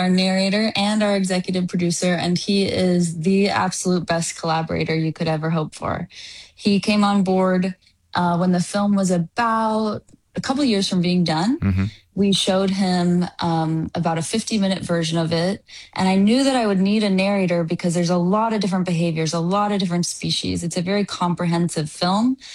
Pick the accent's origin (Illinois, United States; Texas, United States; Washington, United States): Texas, United States; a teen girl growing up in Texas.